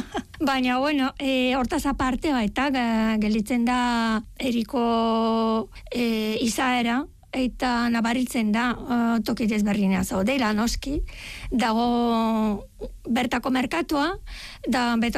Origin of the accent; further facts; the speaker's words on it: Stara Zagora, Stara Zagora Province, Bulgaria; Basque is a second language; moved away as an adult; Bai, Bulgariakoa naiz, nire iria justu Bulgarian erdian kokatuta dago, Staraz Zagora deitzen da, da bosgarren handiena, eta han bizi nintzen hogeita hamabost urte, ona etorri baino lehen